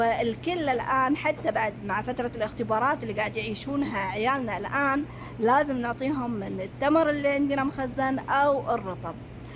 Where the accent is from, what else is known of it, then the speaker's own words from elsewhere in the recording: Saudi Arabia; طبعا احنا كسعوديين